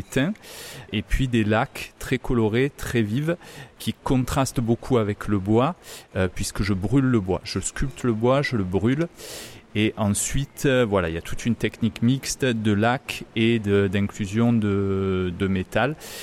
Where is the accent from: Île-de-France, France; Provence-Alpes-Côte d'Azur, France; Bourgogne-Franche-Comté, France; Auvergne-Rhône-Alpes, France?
Provence-Alpes-Côte d'Azur, France; Vernègues; je suis sculpteur et peintre. Je viens de Vernègue, qui est un petit village à côté de Salon-de-Provence, qui est à peu près à 1h30-2h de route d'Aiguemortes.